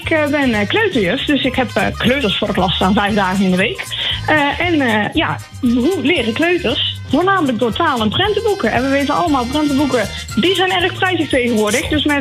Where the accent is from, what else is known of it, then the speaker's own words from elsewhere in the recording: Zeist, Utrecht, Netherlands; now in Drenthe, Netherlands; Ik kom oorspronkelijk uit Zeist. En dus zijn bij mijn moeder op langs geweest.